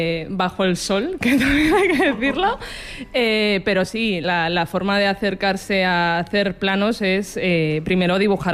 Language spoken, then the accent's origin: Spanish; Community of Madrid, Spain; also born or lived in Valladolid; soy medio madrileña, medio vallisoletana